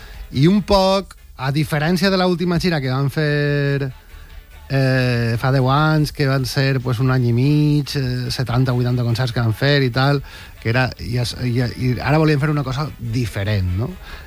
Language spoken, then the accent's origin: Catalan; Pego, Valencian Community, Spain; Clar, som de Pego